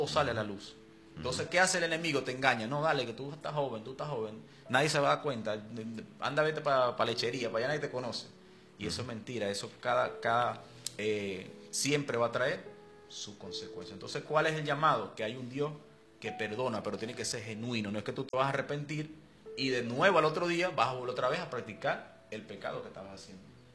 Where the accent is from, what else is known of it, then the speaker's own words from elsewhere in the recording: Punto Fijo, Falcón, Venezuela; Yo vengo de Punto Fijo, Falcón.